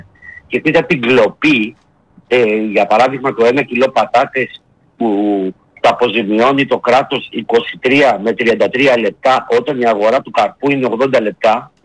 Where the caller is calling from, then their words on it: Chios, North Aegean, Greece; Το χωριό μου, αυτή τη στιγμή, εγώ είμαι πρόεδρος της κοινότητας Χαλκιού.